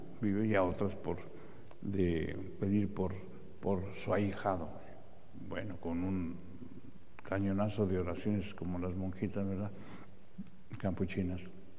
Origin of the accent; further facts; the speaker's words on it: Mexico City, Mexico; born there; la parroquia donde yo nací, en esa colonia Ampliación Casas Alemán